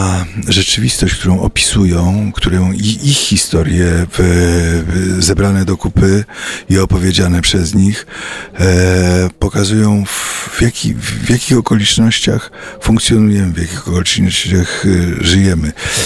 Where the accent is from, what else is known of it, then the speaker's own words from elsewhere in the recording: Warsaw, Masovian Voivodeship, Poland; Jestem warszawiakiem, wychowałem się w Warszawie i jeździłem tramwajem 26 za młodu.